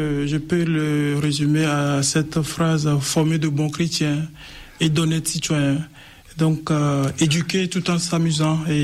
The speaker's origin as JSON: {"language": "French", "town": "Lomé", "region": "Maritime", "country": "Togo", "tie": "born there", "said": "Alors, je suis né au Togo, plus précisément à Lomé. Et Lomé, c'est la capitale du Togo."}